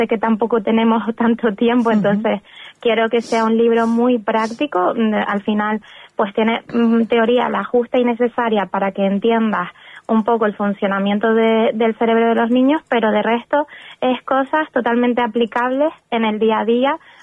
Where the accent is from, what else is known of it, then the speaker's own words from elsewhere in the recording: Tenerife, Canary Islands, Spain; yo soy de Tenerife, pero Lanzarote para mí es mi segunda casa. Tengo raíces de ahí, mi abuela es de tía, luego pues más familia por repartida por todo Lanzarote.